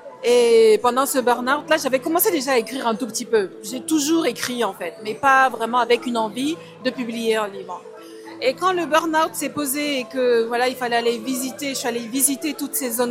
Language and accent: French; Cameroon; Moi, je viens du Cameroun, je suis d'origine